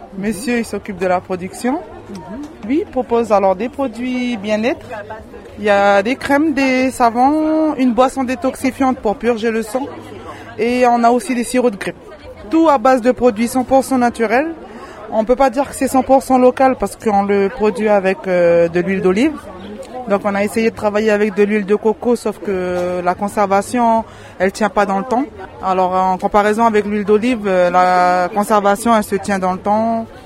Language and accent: French; Koumac, North Province, New Caledonia; Alors nous, on est de Koumak, avec Monsieur Blum Jonathan.